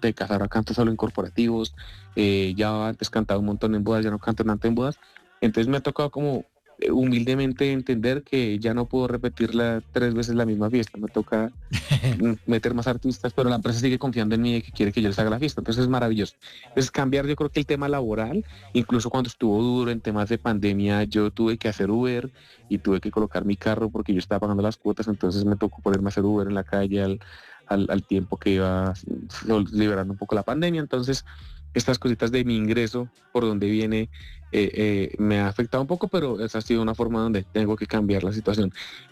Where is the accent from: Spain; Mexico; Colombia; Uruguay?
Colombia; mira, yo soy de Colombia, yo canto